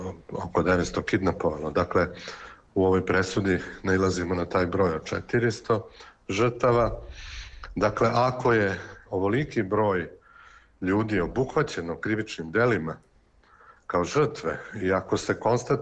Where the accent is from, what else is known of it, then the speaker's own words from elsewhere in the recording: Pristina, Kosovo; moved away; s obzirom da sam rođen u Prištini i da sam živeo tamo do sredine 1999. godine, sam svedok zbivanja i u mom rodnom gradu i na Kosovu i Metohiji